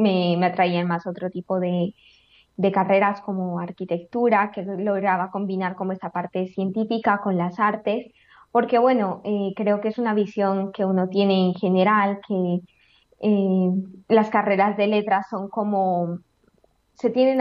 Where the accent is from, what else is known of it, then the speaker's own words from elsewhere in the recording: Lima, Peru; moved away as an adult; now in Spain; yo vengo de Lima